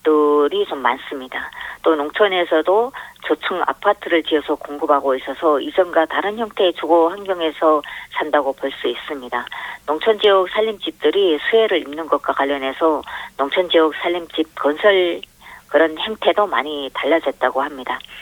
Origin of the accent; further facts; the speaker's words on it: Ryanggang, North Korea; 저는 양강도의 산골에서 태어나서 성장을 했는데요.